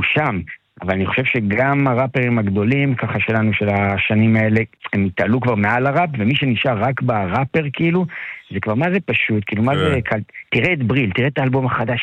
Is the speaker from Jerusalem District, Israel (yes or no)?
yes; Jerusalem, Jerusalem District, Israel; now in Tel Aviv, Israel; קודם כל במקור אני ירושלמי